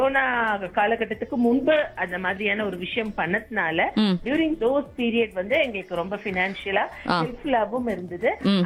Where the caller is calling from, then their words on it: Katpadi, Tamil Nadu, India; வேலூர் காட்பாடியில இருந்து